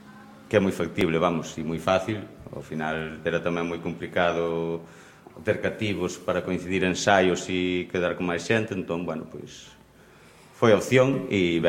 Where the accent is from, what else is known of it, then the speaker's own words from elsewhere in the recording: Galicia, Spain; Son labrego, son da Terra Chá, e non uso calcetís de lá tampouco.